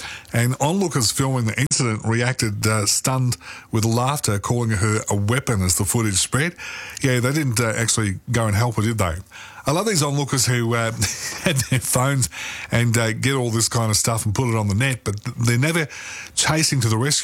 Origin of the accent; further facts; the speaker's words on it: Melbourne, Victoria, Australia; moved away; I grew up in Melbourne. It was never like that.